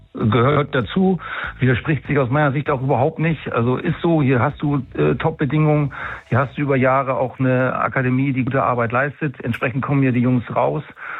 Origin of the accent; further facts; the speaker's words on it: Bremen, Germany; so gesehen passe ich als Bremer, glaube ich, ganz gut hierher.